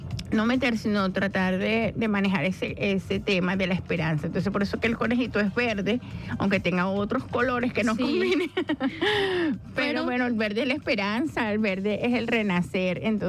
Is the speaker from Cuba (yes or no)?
no; Venezuela; nos interesa seguir manteniendo nuestra identidad como venezolanos y venezolanas